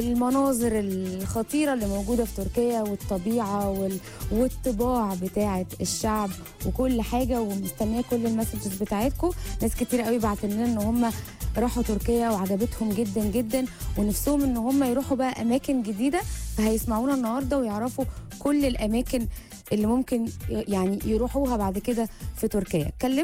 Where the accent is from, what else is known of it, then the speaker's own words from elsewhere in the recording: Egypt; احنا كمصريين